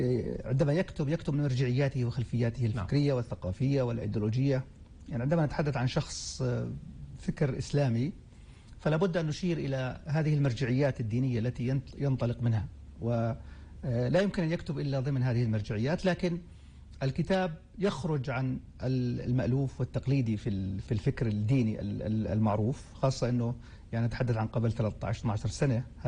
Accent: Palestine; نحن أمة الإسلام أكثر من كوننا فلسطينيين

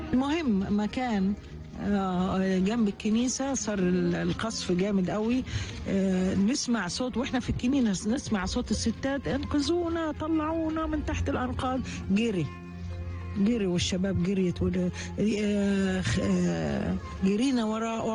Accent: Egypt; روحنا على المخيمات المصرية اللي بيقولوا طب احنا اولى، احنا مصريين اصلا.

